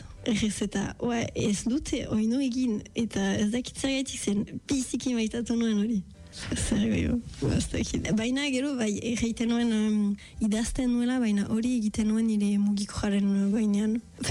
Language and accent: Basque; Bayonne, Nouvelle-Aquitaine, France; Baionakoa naiz eta bon, ostakit importantea den ogoita amabost urte ditut.